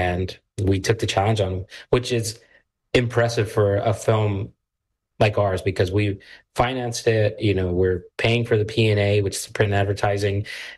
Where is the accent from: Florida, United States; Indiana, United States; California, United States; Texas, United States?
Texas, United States; Houston; the story reflects the culture that we have in Houston. I grew up on the East End